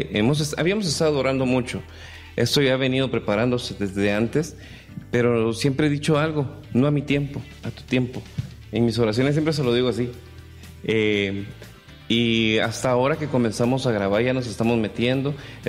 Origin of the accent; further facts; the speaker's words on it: Guatemala; todos éramos somos guatemaltecos